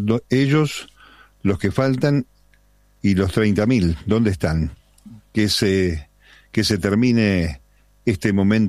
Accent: La Plata, Buenos Aires Province, Argentina; born there; nosotros los que vivimos y nacimos en La Plata

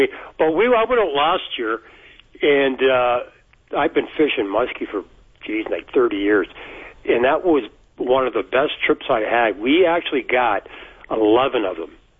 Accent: Windsor, Ontario, Canada; moved away; Actually, I was brought up down in Windsor when I was younger

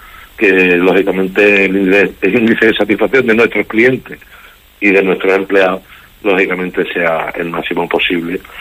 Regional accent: Huelva, Andalusia, Spain; Isla Chica, mi barrio, yo soy de Isla Chica

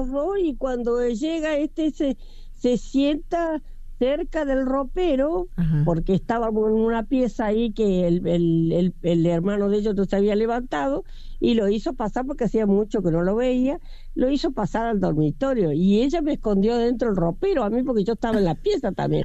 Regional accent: Ferreyra, Córdoba, Argentina; born there; Yo nací en Ferreira, ¿viste? Donde hicieron ese desastre con la nenita.

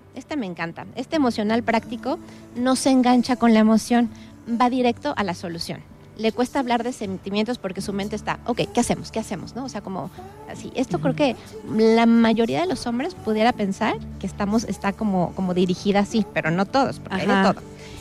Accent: Mexico; ¿cómo somos los mexicanos?

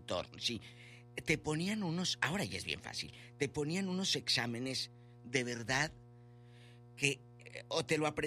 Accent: Mexico; Así somos los mexicanos y los hispanos, somos así.

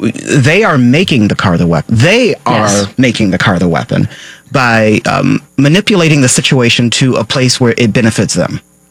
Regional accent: Arkansas, United States; I'm from Arkansas.

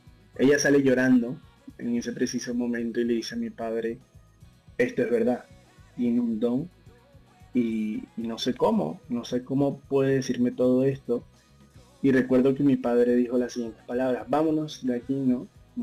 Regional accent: Venezuela; now in Spain; yo soy un joven de 21 años, soy venezolano

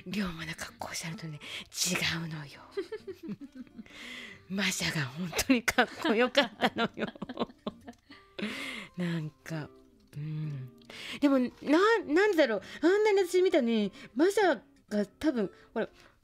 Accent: Tohoku, Japan; あっちの西日本ってあんまり私やっぱり東北出身なのもので

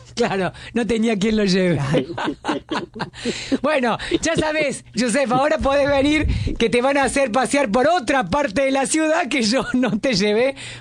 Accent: Argentina

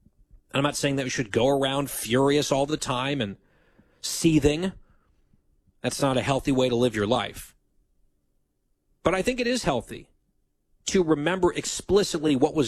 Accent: Ridgewood, New Jersey, United States; I did search my hometown, Ridgewood, New Jersey. Ridgewood lost 11 people on 9/11.

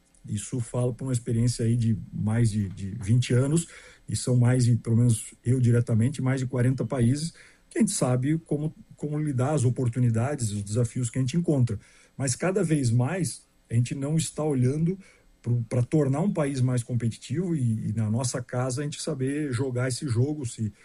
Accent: Joinville, Santa Catarina, Brazil; Eu sou joinvilense

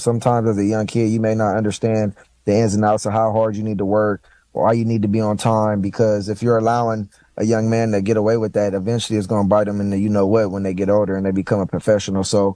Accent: Los Angeles, California, United States; You know, USC was right there in my backyard. I grew up in the Crenshaw district, and you know, that was literally in my backyard

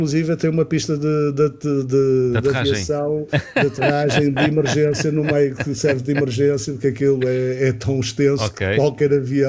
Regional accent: Angola; Eu talvez como africano, porque eu nasci em Angola, e ao viver ainda muito tempo em Angola, acho que muda uma coisa.

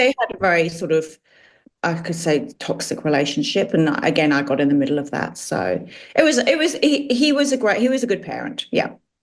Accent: Wimbledon, London, United Kingdom; also born or lived in Hammersmith; I was born in London, southwest London. I was born in Hammersmith, and I grew up in Wimbledon, which is southwest London.

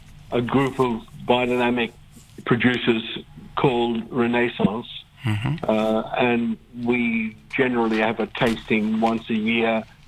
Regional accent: Melbourne, Victoria, Australia; I was brought up here in Melbourne.

